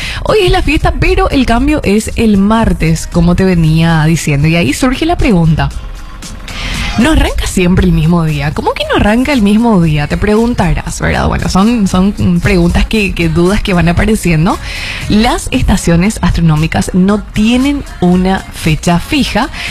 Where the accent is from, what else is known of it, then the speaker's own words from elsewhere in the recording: Paraguay; el calor que ya conocemos como paraguayos